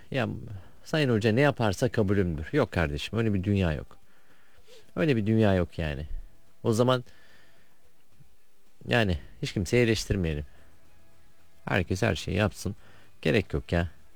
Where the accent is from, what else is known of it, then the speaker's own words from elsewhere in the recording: Adana, Turkey; Adanalıyım, Adana Demirsporluyum. O zamandan beri saygım var hocaya.